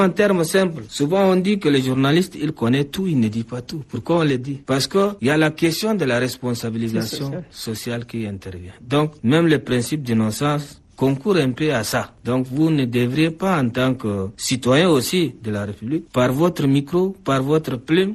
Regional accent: Chad; Par exemple, chez nous au Tchad, dans la plupart des cas, on a ce qu'on appelle nos chefs de race et autres qui se réunissent quand il y a une infraction

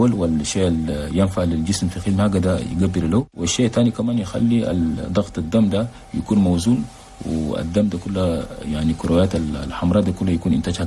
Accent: Chad; هسه عندنا في تشاد

